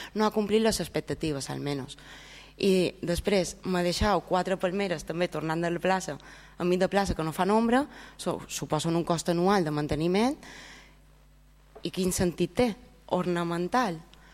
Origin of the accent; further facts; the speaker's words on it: Port de Pollença, Balearic Islands, Spain; Som nascuda a Port de Pollença